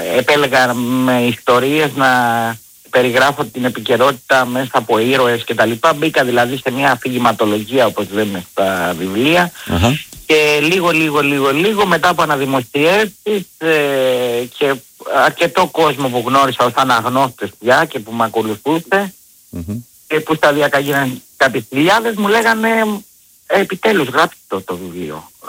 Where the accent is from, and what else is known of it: Corfu, Ionian Islands, Greece; born or raised there; also born or lived in Sparta